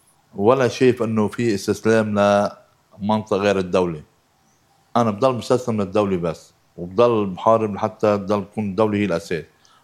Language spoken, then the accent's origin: Arabic; Lebanon; انا بامن انه نحن عنا صار قضيه كلبنانيين،